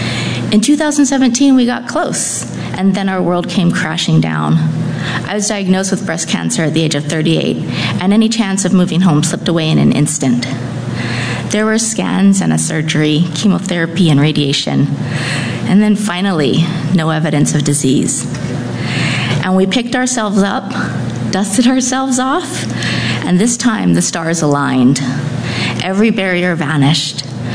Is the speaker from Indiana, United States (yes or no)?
no; Kailua, Hawaii, United States; Growing up in Kailua, at the toes of the Ko'olau, I was the kind of kid who went places.